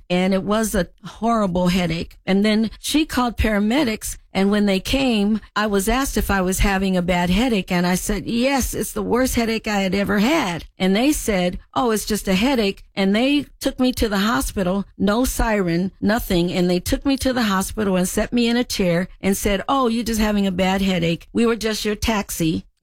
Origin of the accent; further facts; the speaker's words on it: Los Angeles, California, United States; But I came from Los Angeles, where in metropolitan areas, there were a lot more resources.